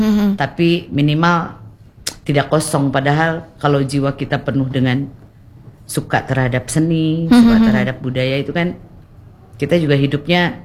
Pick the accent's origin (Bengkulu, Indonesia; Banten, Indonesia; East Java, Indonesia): Banten, Indonesia; first language Bantenese Javanese (Jawa Serang); Indonesian is a second language